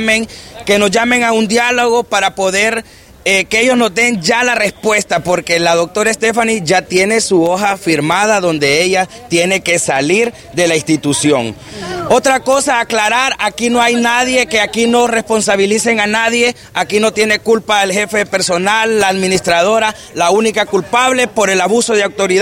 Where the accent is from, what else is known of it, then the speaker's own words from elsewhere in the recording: Honduras; Tal vez como pueblo hondureño, como hondureños que somos, no pedimos que los despidan